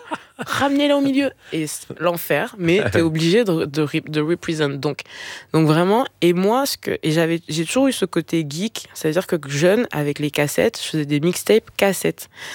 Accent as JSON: {"language": "French", "country": "Cameroon", "tie": "born or raised there", "moved": "yes", "lives_now": "France", "said": "Quand j'étais jeune, je vivais au Cameroun."}